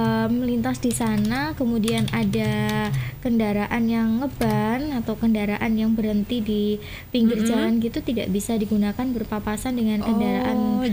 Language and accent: Indonesian; Nganjuk, East Java, Indonesia; Apa diragukan ya ketulenan saya sebagai warga Nganjuk?